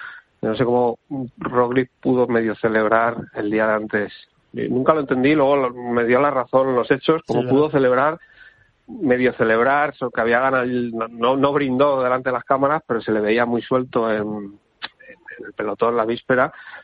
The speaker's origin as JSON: {"language": "Spanish", "town": "Segovia", "region": "Castile and León", "country": "Spain"}